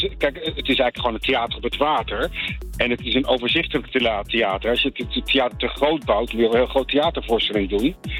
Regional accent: Rotterdam, South Holland, Netherlands; Ik ben zelf Rotterdammer. Ja. Ik ben getogen Rotterdam. Dus bij de Euromast opgegroeid, zeg maar.

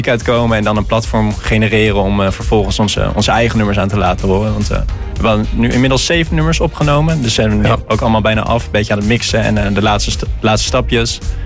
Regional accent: Zoetermeer, South Holland, Netherlands; Oorspronkelijk komen we uit Zoetermeer. We hebben bij elkaar op de middelbare school gezeten.

